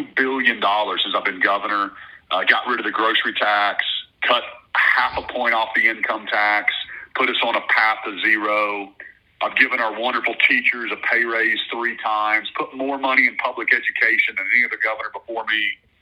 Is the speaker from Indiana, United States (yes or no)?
no; Norman, Oklahoma, United States; And I grew up in Norman and went to Oklahoma State, started a business here.